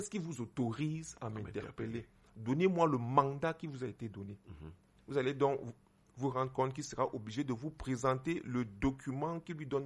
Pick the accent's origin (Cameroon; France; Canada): Cameroon; je suis Camerounais.